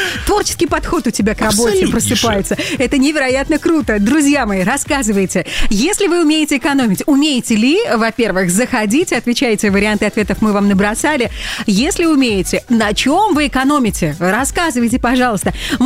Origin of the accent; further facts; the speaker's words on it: Belarus; мы с вами, белорусы, вчера действительно пережили самый жаркий день за всю историю метеонаблюдений